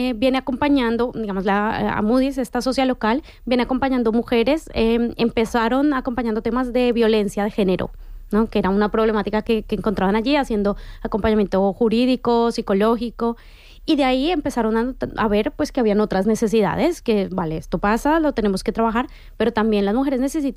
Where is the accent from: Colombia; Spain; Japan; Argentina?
Colombia